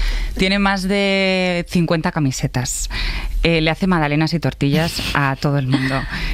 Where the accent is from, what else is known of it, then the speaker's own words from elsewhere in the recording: Madrid, Community of Madrid, Spain; yo que soy de Vallecas, lo que supone el Rayo y la afición vallecana para Madrid y para el barrio es absolutamente increíble.